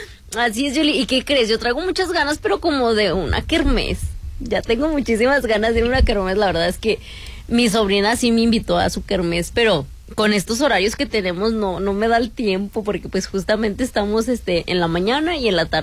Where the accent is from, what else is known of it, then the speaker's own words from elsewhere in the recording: Mexico; Oye, pero sí, también es algo que nos representa como mexicanos, la lotería.